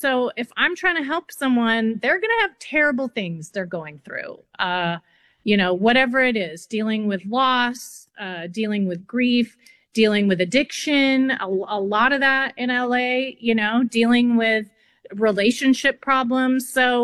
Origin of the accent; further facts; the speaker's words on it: Canada; And I'm French Canadian.